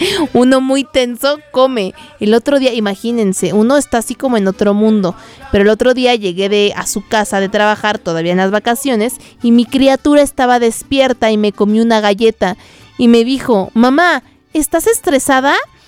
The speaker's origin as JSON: {"language": "Spanish", "country": "Mexico", "said": "Soy puro mexicano, nacido en esta tierra. Ay, así, a mí sí me encanta"}